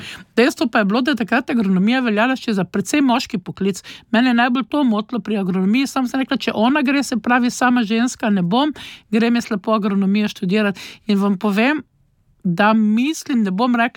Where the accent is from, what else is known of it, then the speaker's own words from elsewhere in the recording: Ptuj, Drava, Slovenia; born there; accent: Styrian; also born or lived in Koper / Izola; sva se oba dva z bratom rodila v Kopru, potem pa nekje, ko sem bila stara 9 let, sta pa se iz določenih razlogov odločila, da se selimo čez celo Slovenijo na Ptuj nazaj, ne, tako da jaz navadno rečem, ja, vedno rečem, da sem primorka, po pa rečem, da sem čisto krni mešanec, ne, mama je Štajerka, oče je Notranj